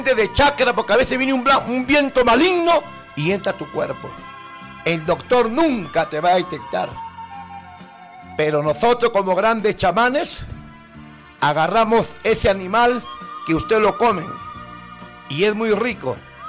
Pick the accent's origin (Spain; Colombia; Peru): Peru; northern Peru; Yo soy norteño.